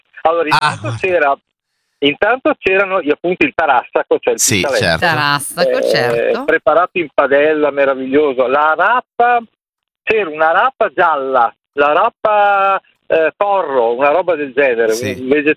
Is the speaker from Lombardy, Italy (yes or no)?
no; Ferrara, Emilia-Romagna, Italy; perché vengo da Ferrara.